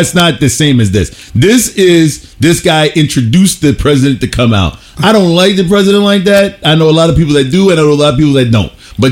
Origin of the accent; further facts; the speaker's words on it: United States; I have the right as an American